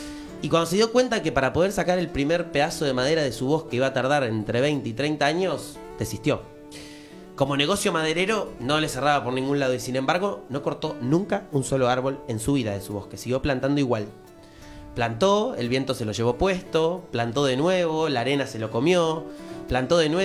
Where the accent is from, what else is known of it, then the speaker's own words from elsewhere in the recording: Bragado, Buenos Aires Province, Argentina; also born or lived in Villa Gesell; Yo soy la mitad de Bragado y la mitad de Villa Gesell, porque mis papás tienen un hotel en la costa hace muchos años y me crié ahí muchos veranos.